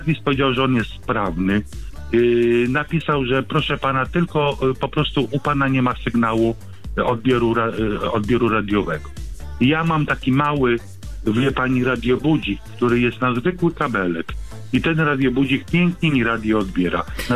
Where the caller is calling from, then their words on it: Grudziądz, Kuyavian-Pomeranian Voivodeship, Poland; Ja z Grudziądza jestem.